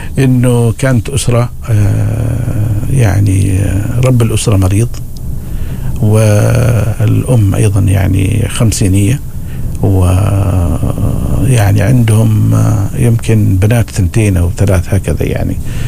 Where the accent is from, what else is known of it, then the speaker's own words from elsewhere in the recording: Muttrah, Muscat Governorate, Oman; born there; وأنا أحيانا لما أروح على مطرح، أنا من مواليد مطرح يعني